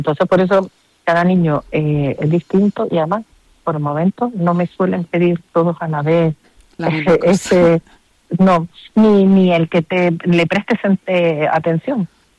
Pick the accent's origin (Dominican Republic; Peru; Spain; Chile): Spain; Canary Islands; Y yo, como buena canaria, que a veces no gusta llenar el chacán, pues intento meter alguna cosilla más